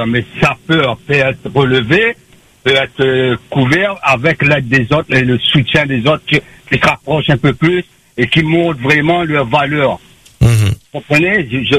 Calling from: France; Notre valeur en tant que Français, en tant qu'humain.

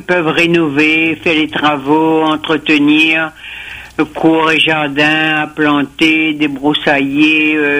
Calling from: Réunion; nous, on est réunionnais

